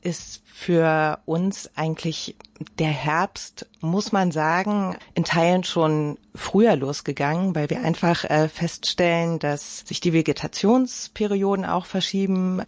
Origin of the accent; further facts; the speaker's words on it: Berlin, Germany; In Frohnau mit Garten und die Zeit im Wedding hat sich zum Glück, möchte ich jetzt sagen, auf meine ersten zwei Lebensjahre beschränkt